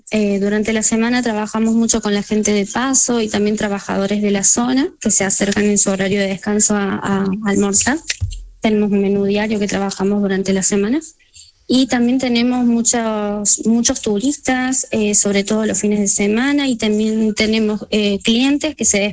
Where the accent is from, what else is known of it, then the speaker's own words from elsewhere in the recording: Argentina; now in Almería, Spain; somos todos argentinos